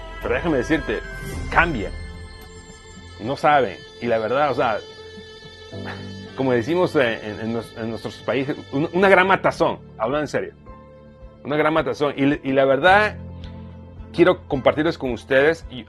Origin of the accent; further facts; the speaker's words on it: Mexico; yo soy de México y la verdad, o sea, a ver, decimos, ¿no?